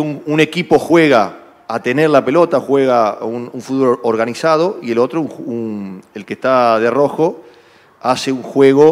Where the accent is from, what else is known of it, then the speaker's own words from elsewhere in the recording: Rosario, Santa Fe, Argentina; yo soy de Rosario